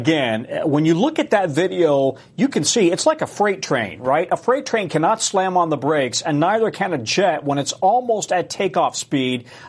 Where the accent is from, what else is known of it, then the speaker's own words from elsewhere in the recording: Denver, Colorado, United States; I'm from Denver